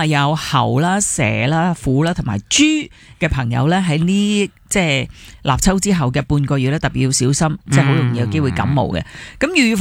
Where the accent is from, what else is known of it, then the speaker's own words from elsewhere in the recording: China; 即系我哋中国人好即系信养生呢样嘢噶嘛